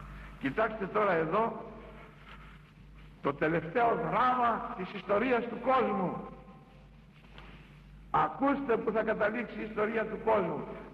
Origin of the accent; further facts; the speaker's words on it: Corfu, Ionian Islands, Greece; την Κέρκυρα, την πατρίδα μου.